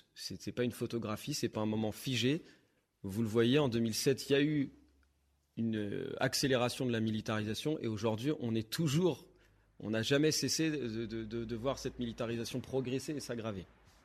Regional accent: Nantes, Pays de la Loire, France; Je suis nantais

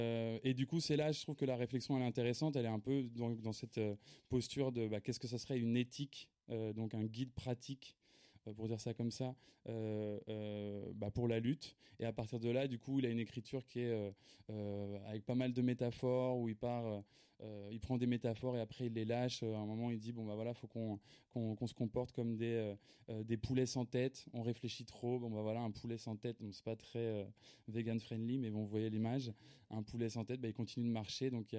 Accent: Paris, Île-de-France, France; also born or lived in Madrid; moi du coup je suis de Paris

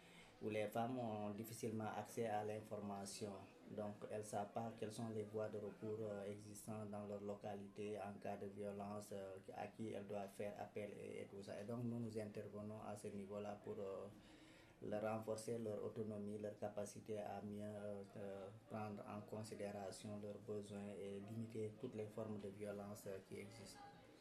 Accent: Senegal; Effectivement, je viens du Sénégal où je suis directeur de l'association BOC IACAR qui signifie Unité et Espoir.

